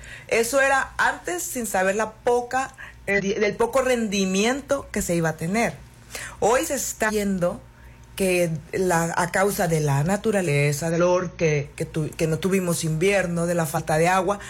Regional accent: Sinaloa, Mexico

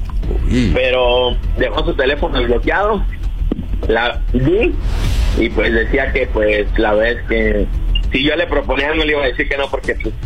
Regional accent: Mexico City, Mexico; Tengo 20 años y aquí estoy de la Ciudad de México.

